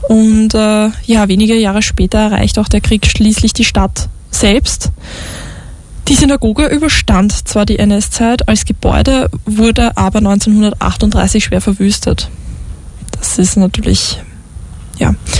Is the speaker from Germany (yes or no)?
no; St. Pölten, Lower Austria, Austria; ich bin aus St. Pölten